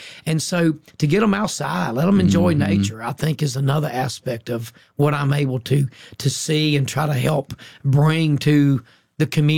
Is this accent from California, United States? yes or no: no; Franklin County, Virginia, United States; when I grew up in Franklin County, which we're only known for making moonshine and stuff like